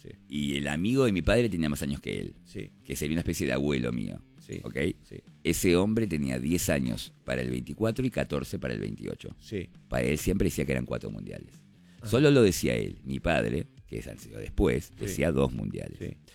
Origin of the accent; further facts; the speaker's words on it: Argentina; Pero nosotros somos Argentina, un equipo grande, un país del fútbol